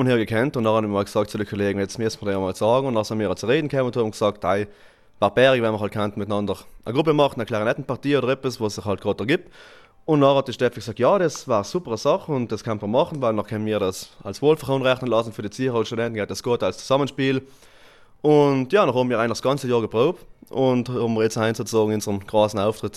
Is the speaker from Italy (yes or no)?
yes; Naturns, Trentino-Alto Adige, Italy; ich komme aus Naturns